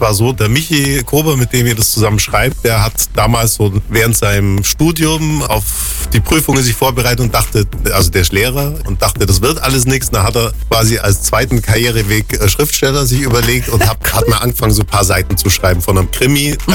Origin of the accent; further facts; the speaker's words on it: Altusried, Bavaria, Germany; ich bin in Altus Ried aufgewachsen, wir haben die Freilichtspiele, wir haben das Pferdekästchen, wo ich auch dabei bin.